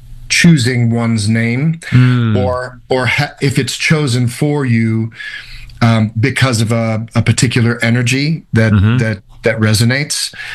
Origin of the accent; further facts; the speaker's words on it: Detroit, Michigan, United States; born there; So I was born in Detroit, Michigan.